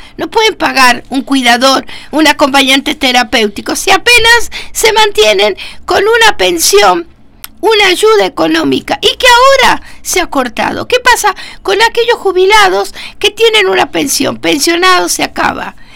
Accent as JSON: {"language": "Spanish", "country": "Argentina"}